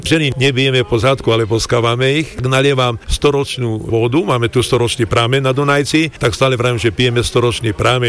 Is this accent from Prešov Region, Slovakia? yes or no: yes; Lesnica, Prešov Region, Slovakia; tak ja som napísal som národnosť Gorálska, ale som Slovák, aby sme zachovali pre naše ďalšie pokolenia, aby vedeli aj godať po nasiemu.